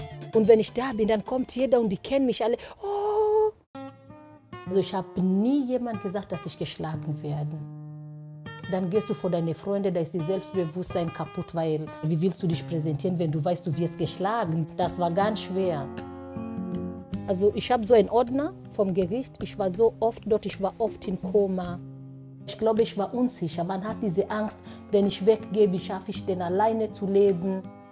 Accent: Kenya; German is a second language; now in Germany; So viele verstehen auch nicht, dass Afrika ein Kontinent ist. Wir haben verschiedene Länder. Ich komme aus Kenia.

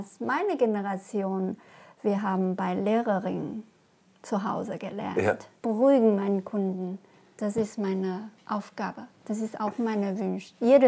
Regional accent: Yunnan, China; German is a second language; Ja, bis jetzt mein Bruder hat auch Teeplantage in Yunnan, Südwest China. Da ist Hochland.

